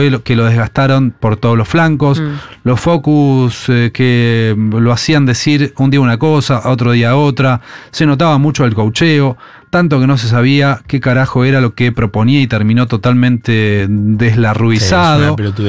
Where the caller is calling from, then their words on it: Córdoba, Argentina; de Córdoba y hoy los escucho en vivo después de mucho tiempo.